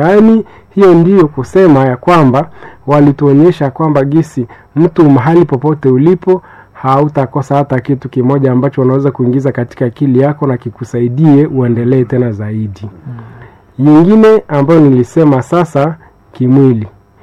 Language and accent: Swahili; Butembo, North Kivu, DR Congo; Mimi binafsi nilitoka hapa kwetu Butembo Kitatumba, nilikuwa parosi Kitatumba